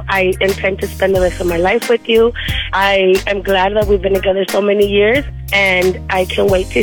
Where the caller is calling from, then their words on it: Lynwood, California, United States; I'm from Linwood, California